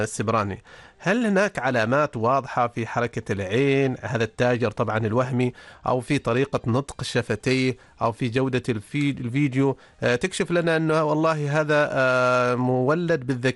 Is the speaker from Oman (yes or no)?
yes; Oman; accent: Omani; بلهجتنا العمانية الأصلية